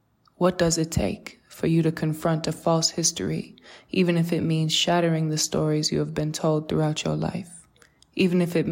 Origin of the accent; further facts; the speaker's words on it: New Orleans, Louisiana, United States; In my hometown of New Orleans, there are at least 100 streets, statues, parks, and schools named after Confederate figures